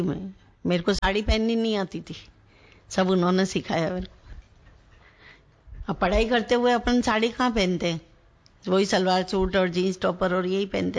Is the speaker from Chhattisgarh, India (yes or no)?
no; Rajasthan, India; moved away; मैं राजस्थान से आई हुई यहाँ अब रोड में, फिर मैं किसी को जानती नहीं थी, ना किसी से बात करती थी।